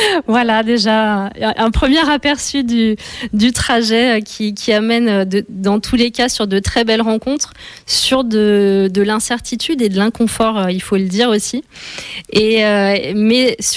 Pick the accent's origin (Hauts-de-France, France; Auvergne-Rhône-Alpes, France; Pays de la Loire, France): Auvergne-Rhône-Alpes, France; Lyon; Donc moi, je viens de Lyon donc j'ai travaillé pendant longtemps dans la communication.